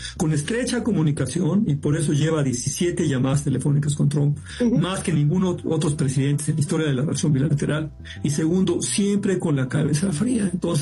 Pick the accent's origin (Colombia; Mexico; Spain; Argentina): Mexico; now in United States; que migramos aquí, que venimos a trabajar acá o venimos a lo que sea, pero que nacimos en México y emigramos a los Estados Unidos.